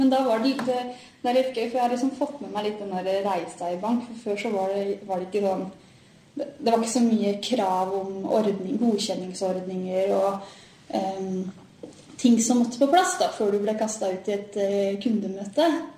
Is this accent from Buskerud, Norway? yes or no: yes; Buskerud, Norway; Født og oppvokst I Hallingdal, kan jeg jo si. For jeg jo bodd på Nes egentlig som I starten, og så har jeg vært på Gol de siste årene.